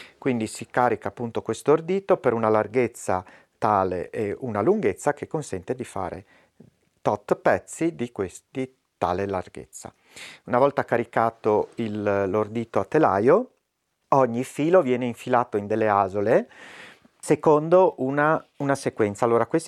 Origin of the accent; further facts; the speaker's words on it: Sauris, Friuli-Venezia Giulia, Italy; rimanere a Sauris